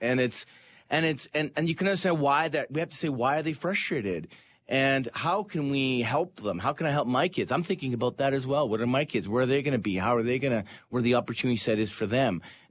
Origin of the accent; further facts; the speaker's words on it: Canada; as a Canadian